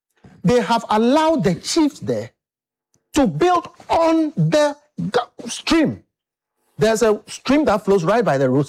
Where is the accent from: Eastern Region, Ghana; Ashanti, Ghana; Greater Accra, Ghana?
Greater Accra, Ghana; Accra; I grew up in Dansoma's Adodoko area.